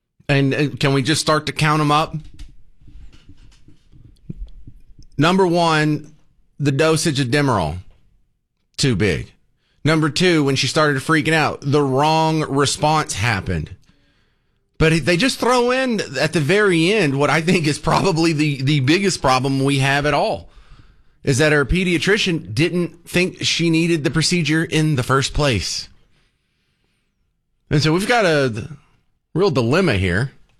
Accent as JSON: {"language": "English", "town": "Bug Tussle", "country": "United States", "said": "I'm from a very small town. I'm from Bug Tussle."}